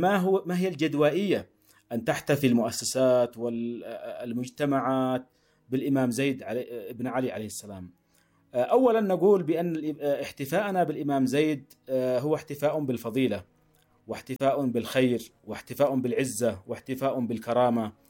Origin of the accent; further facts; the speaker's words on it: Yemen; نحن اليوم كيمنيين